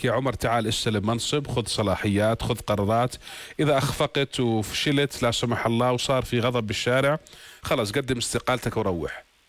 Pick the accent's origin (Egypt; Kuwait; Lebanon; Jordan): Jordan